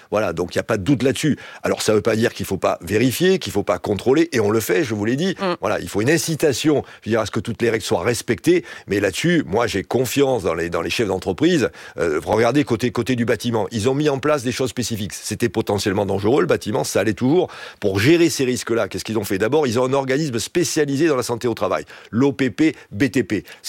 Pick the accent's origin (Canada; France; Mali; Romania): France; South-West France; Moi, je suis originaire du Sud-Ouest. Je peux vous dire que 30 degrés, on connaît ça par cœur à Pau, à Tarbes ou à Bayonne.